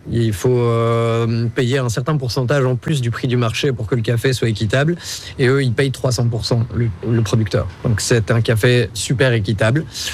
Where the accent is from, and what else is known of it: Brussels, Brussels-Capital Region, Belgium